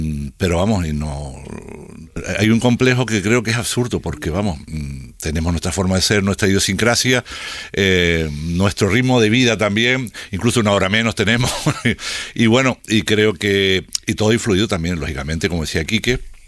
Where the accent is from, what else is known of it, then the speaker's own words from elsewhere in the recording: Canary Islands, Spain; pero somos canarios.